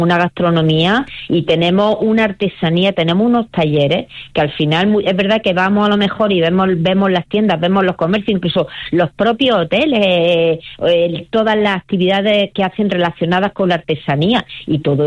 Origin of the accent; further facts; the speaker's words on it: Granada, Andalusia, Spain; los primeros que tenemos que conocerlo somos los granadinos.